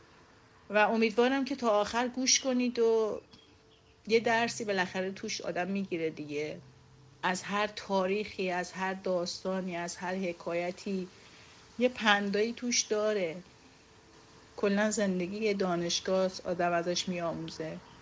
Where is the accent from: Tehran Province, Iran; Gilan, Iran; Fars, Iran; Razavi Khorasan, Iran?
Tehran Province, Iran; Tehran; تمام بچه ها تو تهران به دنیا اومدیم و بزرگ شدیم و مدرسه رفتیم.